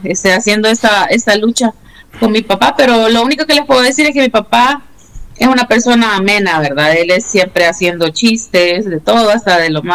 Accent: Nicaragua; born there; Con mi mamá, pues, fuimos exiliadas y yo nací en Nicaragua en el 85, ¿verdad? Yo tengo 41 años.

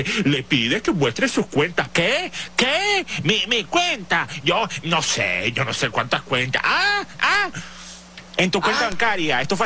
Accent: Venezuela; yo como venezolano

